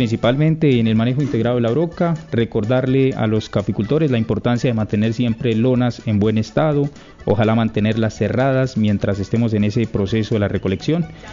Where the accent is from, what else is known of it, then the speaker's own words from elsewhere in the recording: Sucre, Santander, Colombia; now in Charalá, Colombia; Bueno, yo soy santandereano, de un municipio de pronto poco escuchado, hacia el sur de Santander, exactamente el municipio de Sucre, de un corregimiento que se llama La Granja.